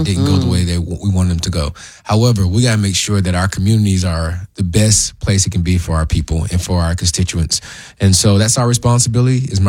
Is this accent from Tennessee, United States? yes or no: yes; Memphis, Tennessee, United States; born there; I was born in Memphis.